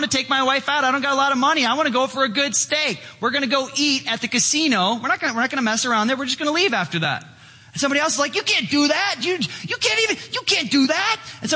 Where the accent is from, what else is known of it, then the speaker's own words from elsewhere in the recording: Chicago, Illinois, United States; Well, back in Chicago, there was a casino in my hometown.